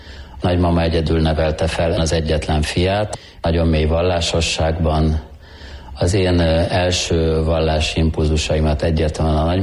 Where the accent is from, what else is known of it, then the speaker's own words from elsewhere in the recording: Budapest, Hungary; born there; Budapesten születtem. Családom katolikus.